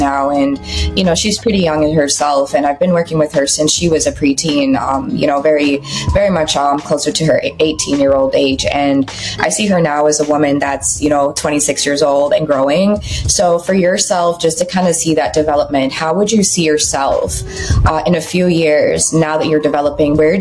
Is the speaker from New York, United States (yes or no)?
yes; New York City, New York, United States; I'm a New Yorker